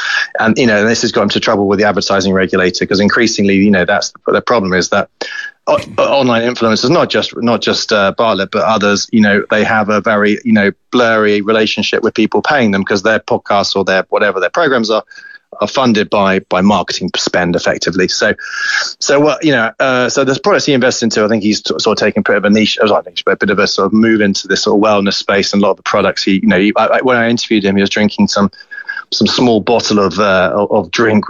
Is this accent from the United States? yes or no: no; United Kingdom; I'm British, right?